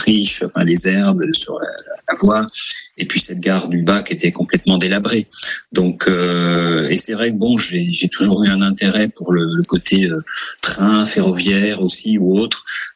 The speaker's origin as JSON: {"language": "French", "town": "Besançon", "region": "Bourgogne-Franche-Comté", "country": "France", "tie": "born or raised there", "said": "je suis né et grandi à Besançon, donc et puis j'ai encore des attaches familiales"}